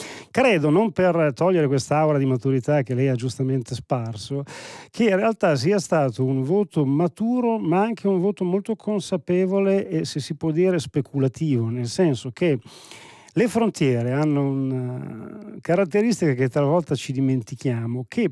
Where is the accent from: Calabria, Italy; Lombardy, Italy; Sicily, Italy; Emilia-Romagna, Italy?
Emilia-Romagna, Italy; Bologna; io sono di Bologna ma origini mantovane